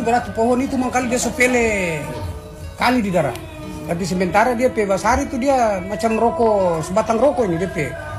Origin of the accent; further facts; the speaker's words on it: Weda, North Maluku, Indonesia; yang mau pangbafoya, kita orang Weda sudah, yang mau tingkai dan segala macam, kita orang Weda sudah.